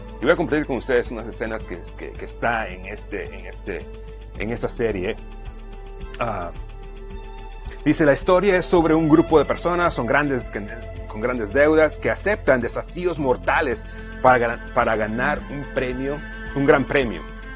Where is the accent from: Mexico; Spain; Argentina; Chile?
Mexico; yo soy de México